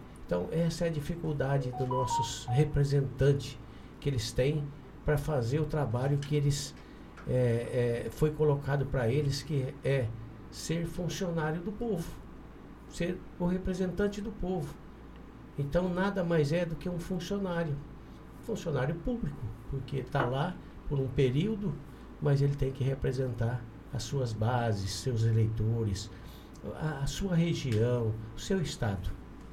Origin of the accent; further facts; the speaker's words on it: Paraná, Brazil; moved away as an adult; also born or lived in Primavera do Leste; now in Porto Alegre do Norte, Brazil; eu sou paranaense. Meus pais vieram de Minas, vieram plantar café no Paraná. Eu nasci no ano de 1961, na agricultura familiar. Criei na agricultura familiar